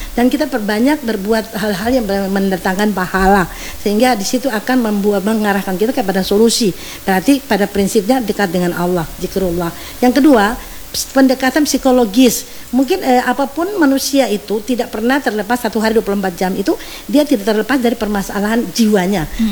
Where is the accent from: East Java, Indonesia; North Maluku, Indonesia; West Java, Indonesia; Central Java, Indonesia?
North Maluku, Indonesia; Ternate; Saya asli Ternate, Maluku Utara, Ternate. Ternate di Marikurubung ini tahu Marikurubung itu. Saya pergi kampung di situ.